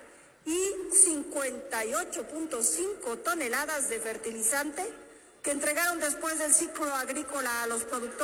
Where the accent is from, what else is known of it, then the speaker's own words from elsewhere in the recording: Zacatecas, Mexico; siendo yo zacatecana